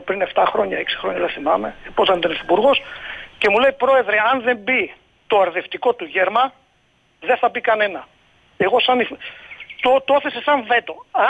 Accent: Western Macedonia, Greece; born there; επειδή μένω στο χωριό, έχω επενδύσει εδώ στον τόπο μου. Τον αγαπάω τον τόπο, δεν έχω φύγει. Δεν έχω φύγει. Είμαι 55 χρονών, εδώ θα μείνω.

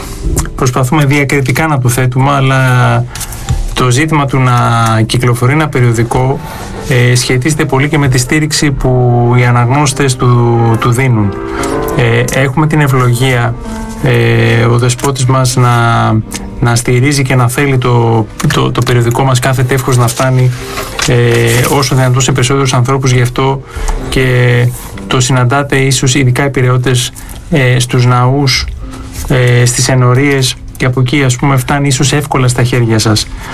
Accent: Greece; εμείς ως Έλληνες

